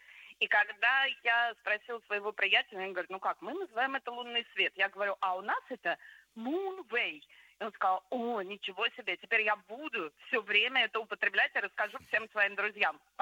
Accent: Moscow, Russia; я, как коренная москвичка

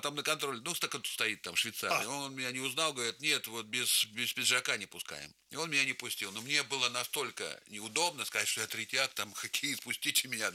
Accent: Moscow, Russia; А мы, значит, москвичи приехали вот тогда, это все-таки далековато был Дмитров

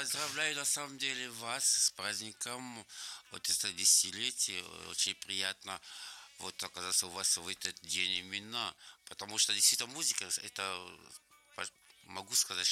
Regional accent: DR Congo; now in Russia; вот там, где я родился в Демократической Республике Конго, родина Патриса Лумумба

